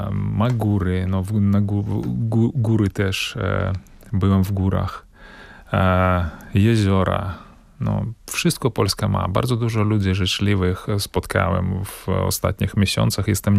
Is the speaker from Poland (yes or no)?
no; Belarus; moved away as an adult; No ale tam się urodziłem, tam żyłem, w tamtej, jestem po prostu z tamtej rzeczywistości.